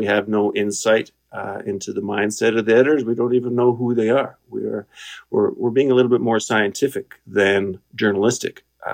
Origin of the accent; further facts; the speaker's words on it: Alberta, Canada; I was born and raised in Alberta.